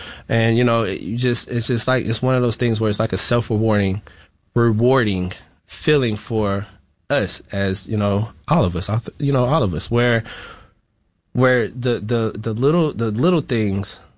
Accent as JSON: {"language": "English", "region": "Florida", "country": "United States", "tie": "born or raised there", "said": "You know, I was raised in Florida, so I can relate to the families and how a struggle may look"}